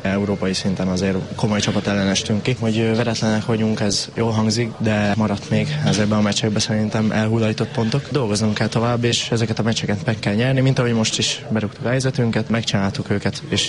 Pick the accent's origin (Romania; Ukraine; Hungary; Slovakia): Hungary; Paks, Tolna; Paksi srác vagyok, szóval én itt is nevelkedtem, számomra ez nagyon meghatározó életszakasz volt.